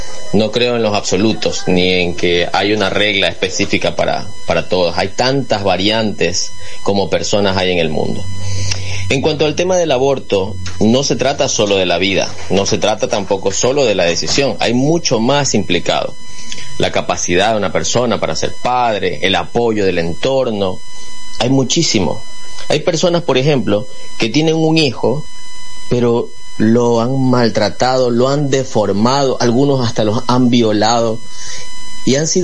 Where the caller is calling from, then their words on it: Guayaquil, Guayas, Ecuador; de Guayaquil, Ecuador.